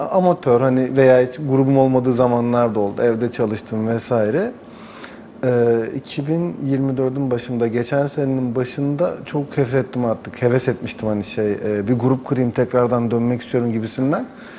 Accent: İzmir, Turkey; İzmirliyim ben de. Doğma büyüme.

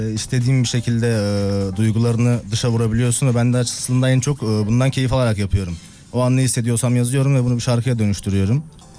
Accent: Ankara, Turkey; Ankara'da doğup büyüdüm. 25 yaşındayım şu an.

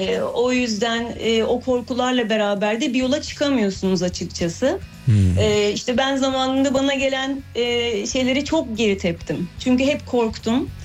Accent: Ayvalık, Balıkesir, Turkey; now in Balıkesir, Turkey; Balıkesir merkezde yaşıyorum. Aslında doğma büyüme Ayvalıklıyım ben. Hı-hı. Okul dolayısıyla buraya gelip yerleşmek durumunda kaldım.

